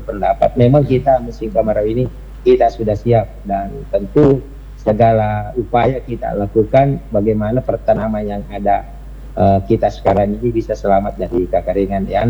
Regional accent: South Sulawesi, Indonesia; Karena kalau mau diistilahkan di apa, di khususnya di daerah saya Pinderan, itu kan hanya ada dua musim.

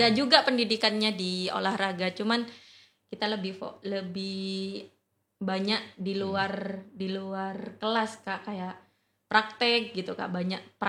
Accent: Pamekasan, East Java, Indonesia; Aslinya dari Pamekasan, Kak.

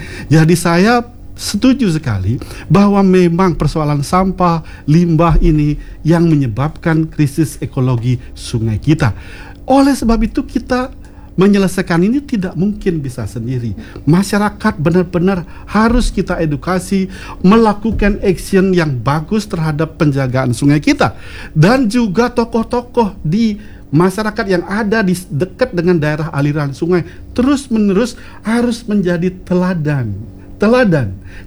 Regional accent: Bali, Indonesia; Kita masyarakat Bali

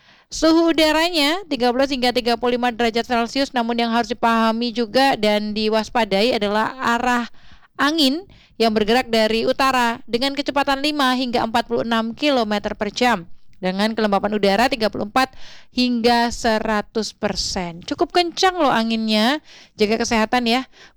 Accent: Surabaya, East Java, Indonesia; kita warga asli Surabaya

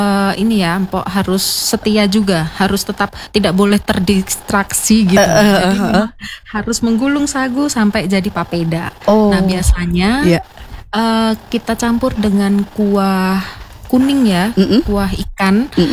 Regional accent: Central Java, Indonesia; now in Manokwari, Indonesia; Saya malah dari Jawa Tengah.

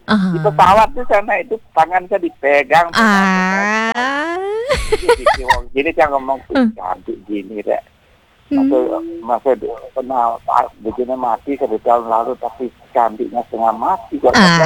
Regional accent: Bali, Indonesia; also born or lived in Surabaya; Tapi saya orang Bali ya. Di sini pun banyak saudara saya.

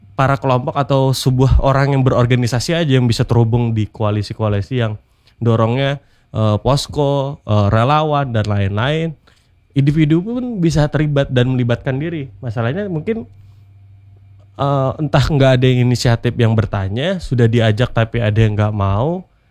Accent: Amuntai, South Kalimantan, Indonesia; born there; di tempat kelahiran saya di Amuntai

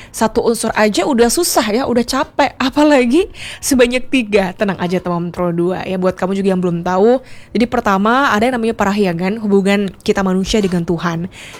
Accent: Bali, Indonesia; aku sebagai anak Bali yang lahir di Bali

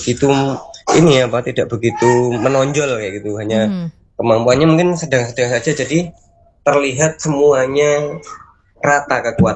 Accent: Palembang, South Sumatra, Indonesia; moved away; saya waktu itu ke Palembang ya, ke tempat asal saya gitu.

